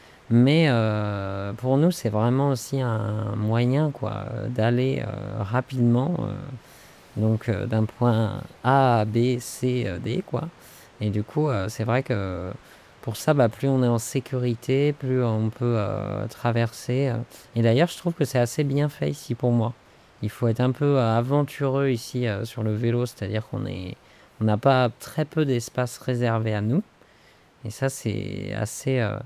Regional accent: Nantes, Pays de la Loire, France; moved away; also born or lived in Montpellier / Auch / Gaillac; Nantes, je viens de Nantes. Bon, j'habitais dans un village, mais je suis né très près d'un marais et de la mer.

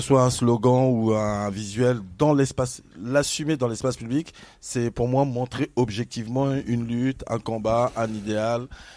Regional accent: Caen, Normandy, France; now in Toulouse, France; Et depuis 17 ans, je suis à Toulouse. Donc, en Normandie, où ça ? À Caen. Moi, je suis de la Basse.

